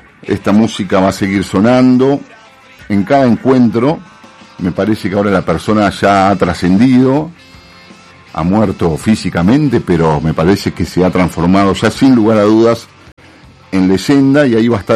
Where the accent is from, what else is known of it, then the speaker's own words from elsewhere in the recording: Santa Fe, Argentina; los santafesinos, cuando nos queremos abrazar, nos podemos abrazar